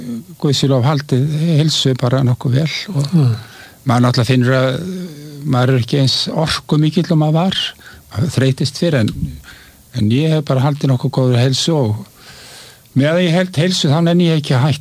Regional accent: Reykjavik, Capital Region, Iceland; Þegar ég sko var að alast upp hérna í Reykjavík, þá var sko þetta mjög þétt borg.

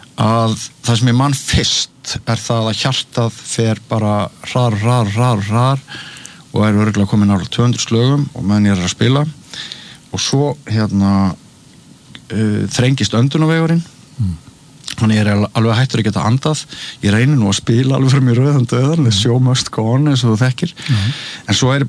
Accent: Mývatnssveit, Northeastern Region, Iceland; ég elst upp hann í Mývasveitinni, fer ungur í heimavistarskóla, svo til Akureyrar.

